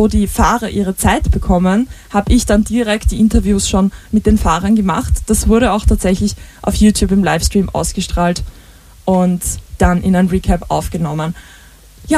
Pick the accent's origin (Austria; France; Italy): Austria; St. Pölten, Lower Austria; ich bin aus St. Pölten und wir kennen Schnee eigentlich nur noch fast aus Geschichten oder Kindheitserinnerungen.